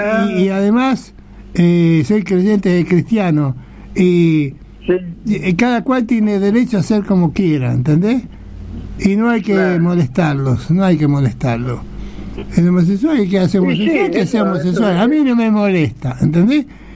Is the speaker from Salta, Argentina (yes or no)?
no; Buenos Aires, Argentina; Yo tenía en mi barrio, cuando yo me crié allá en Pompeya, casi Soldati